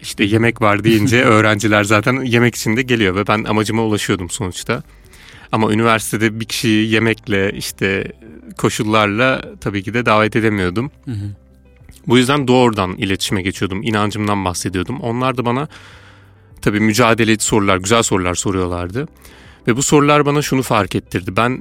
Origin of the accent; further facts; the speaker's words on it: Malatya, Turkey; 27 yaşındayım, Malatyalıyım. Sunni bir geçmişe sahibim.